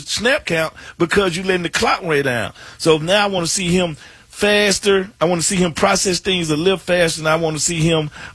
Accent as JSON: {"language": "English", "region": "Mississippi", "country": "United States", "tie": "born or raised there", "said": "growing up in Mississippi"}